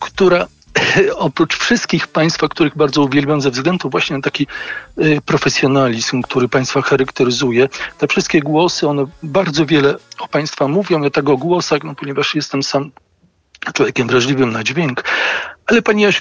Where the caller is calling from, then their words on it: Łódź, Łódź Voivodeship, Poland; z miasta Łodzi.